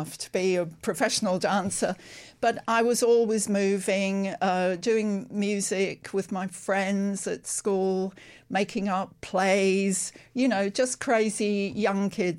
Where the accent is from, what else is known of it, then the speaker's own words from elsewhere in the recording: Durham, North East England, United Kingdom; moved away; I'm originally from Durham